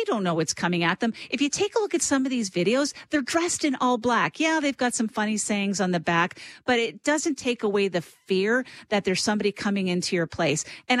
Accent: Cape Breton, Nova Scotia, Canada; I came from Cape Breton, as I said. I'd never met a Scientologist before.

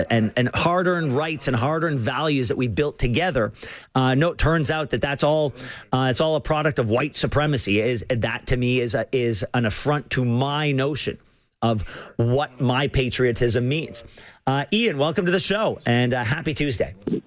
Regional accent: Canada; because you're trying to tell me that my conception of being Canadian is invalid.

